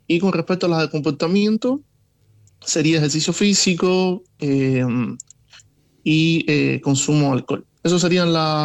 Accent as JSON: {"language": "Spanish", "country": "Cuba", "lives_now": "Chile", "said": "Yo no soy chileno, yo soy cubano. Radico en Chile, pero soy cubano."}